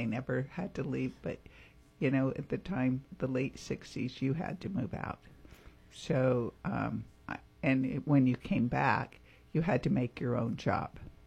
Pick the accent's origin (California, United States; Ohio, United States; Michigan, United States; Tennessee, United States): California, United States; Grass Valley; moved away as an adult; also born or lived in Sacramento; I first moved to Sacramento and told people I was from Grass Valley, and nobody had even heard of Grass Valley. It was that small.